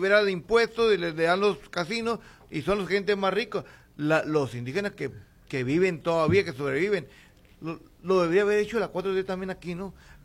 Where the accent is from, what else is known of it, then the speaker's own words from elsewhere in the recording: Mexico; Pero mi corazón es de México, yo soy mexicano